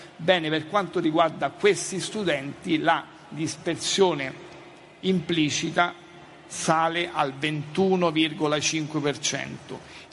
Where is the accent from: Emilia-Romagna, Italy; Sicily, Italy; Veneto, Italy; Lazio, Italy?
Lazio, Italy; Rome; io provengo da Roma